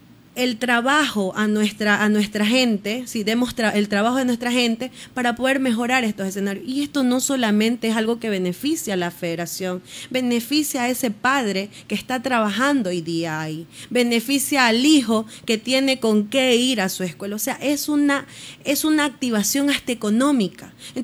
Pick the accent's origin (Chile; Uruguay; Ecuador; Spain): Ecuador; Esmeraldas; a mi sangre, a mi gente, a mi tierra